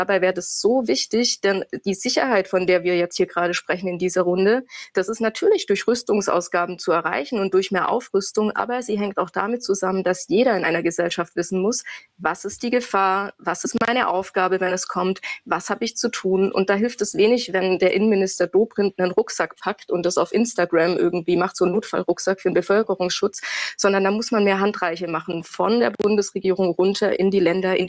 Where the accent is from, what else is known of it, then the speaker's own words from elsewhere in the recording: Baden-Württemberg, Germany; ich gehe nächste Woche wieder in den Schwarzwald, in meine Heimat